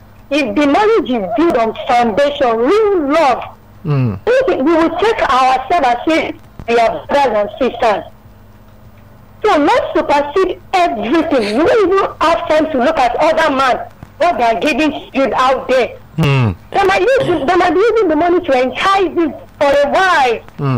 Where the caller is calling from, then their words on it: Ikeja, Lagos, Nigeria; I'm calling from Ikeja.